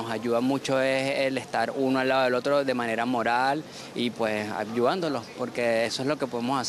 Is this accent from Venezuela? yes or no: yes; Venezuela; esa unión como venezolanos